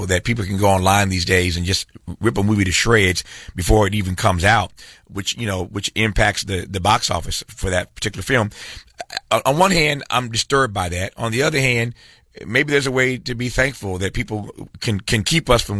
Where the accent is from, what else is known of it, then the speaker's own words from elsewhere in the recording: Indiana, United States; also born or lived in Mississippi; couldn't have imagined as a kid growing up in Indiana, born in Mississippi, I'd ever meet Muhammad Ali.